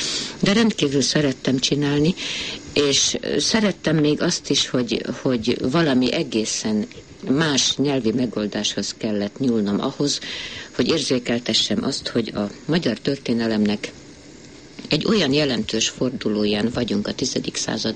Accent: Debrecen, Hajdú-Bihar, Hungary; born there; magyar vagyok, és nagyon ragaszkodom a szülővárosomhoz.

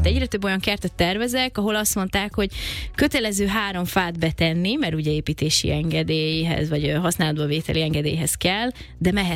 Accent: Budapest, Hungary; a 16. kerületben a Sashalmon nőttem föl, ott a Havashalom utca tanácspark

